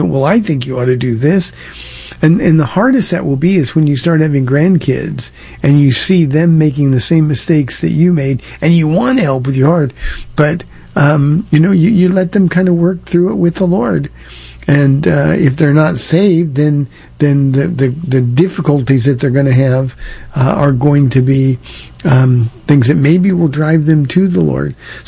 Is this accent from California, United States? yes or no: yes; California, United States; now in Texas, United States; You know, we came from California to Texas and left everybody that we ever knew behind.